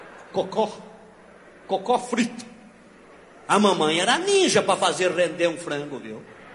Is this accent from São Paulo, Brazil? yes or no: no; Itaquari, Rio Grande do Sul, Brazil; born there; Ia lá de Itaquari, a cidade que eu nasci, passear em Gramado e Canela, na Serra Gaúcha.